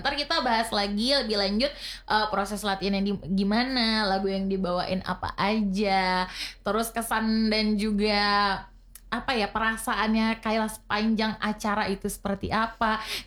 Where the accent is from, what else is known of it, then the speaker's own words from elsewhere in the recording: West Nusa Tenggara, Indonesia; sebagai anak NTB